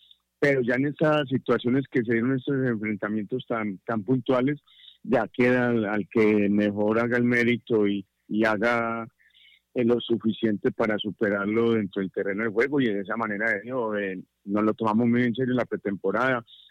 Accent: Medellín, Antioquia, Colombia; moved away; Sí, yo soy nacido en Medellín, Antioquia, en una comuna que es el barrio Campo Valdés, y allá pues me nací, me crié, y es donde pertenezco

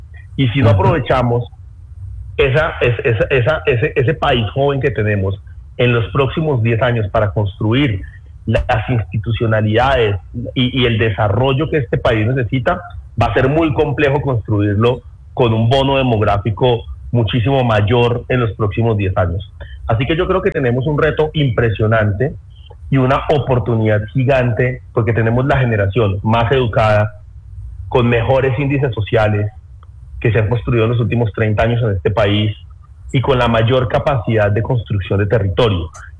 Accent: Pereira, Risaralda, Colombia; eso dice mucho de lo que somos los pereiranos

